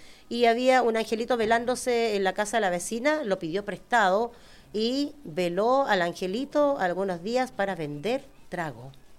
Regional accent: Chile

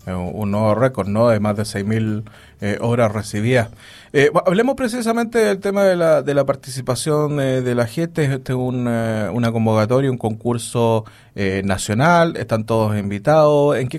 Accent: Chile; Pues ese creo que es uno de los que nos caracteriza como chilenos, ¿no? Y chilenas.

